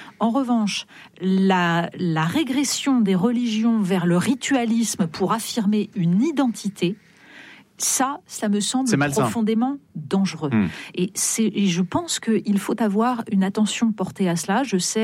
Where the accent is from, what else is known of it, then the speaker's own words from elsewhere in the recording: France; nous sommes français, nous partageons une identité commune qui est essentiel